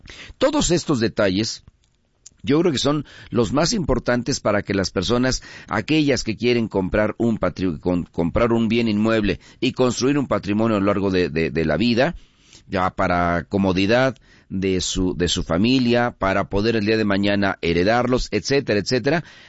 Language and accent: Spanish; Mexico